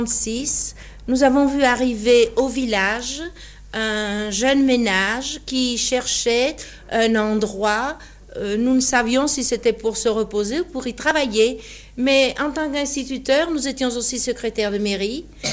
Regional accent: south of France, France; moved away as an adult; also born or lived in Pont-Audemer; now in Trouville-la-Houlle, France; je suis originaire du Midi, mais ma situation d'institutrice m'a conduite à Pont-Audemer, où j'ai rencontré mon mari, et de là, nous sommes montés à Trouville-la-Houle en 1927, où nous venons de prendre notre retraite

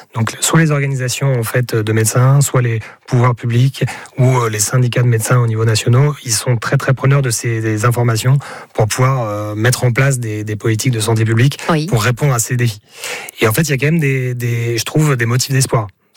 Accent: Hauts-de-France, France; alors moi je viens de Picardie, de l'Aisne par exemple

